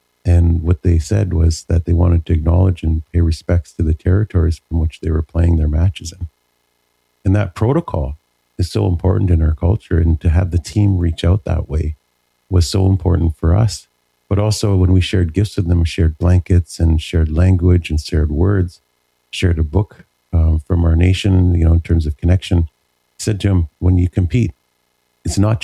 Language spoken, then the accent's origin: English; Vancouver, British Columbia, Canada; from where I've come from and growing up in Vancouver